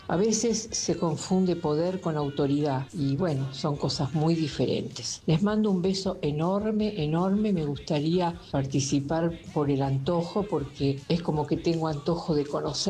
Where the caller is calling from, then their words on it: Buenos Aires, Argentina; de Coghlan, DNI 370.